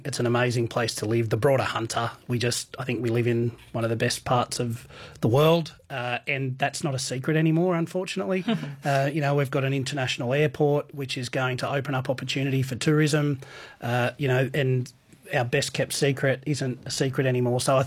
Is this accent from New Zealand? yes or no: yes; Wellington, New Zealand; I remember as a kid, you know, growing up in Wellington, you know, we'd have lots of family and friends that would pop over.